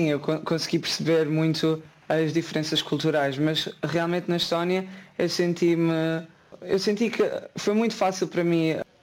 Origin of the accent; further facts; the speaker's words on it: Portugal; moved away as an adult; A primeira vez que saí de Portugal tinha apenas 18 anos e fui para Cape Town, na África do Sul.